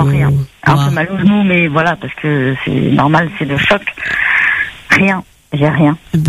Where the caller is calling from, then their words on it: Saint-Gilles-les-Bains, Réunion; moi, je suis de Saint-Gilles.